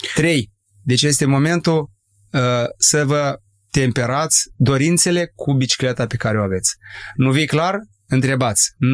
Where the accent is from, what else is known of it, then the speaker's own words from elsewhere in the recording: Condrătești, Ungheni District, Moldova; moved away; Nu departe de satul meu de Baștină, Condrăteș.